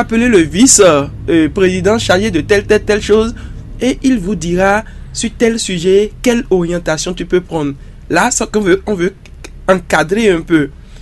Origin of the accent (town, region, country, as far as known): Benin